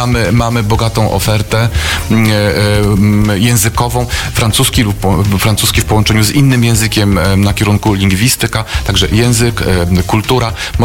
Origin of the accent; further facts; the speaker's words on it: Lipno, Kuyavian-Pomeranian Voivodeship, Poland; Polinegri jest z Lipna, ja też jestem z Lipna.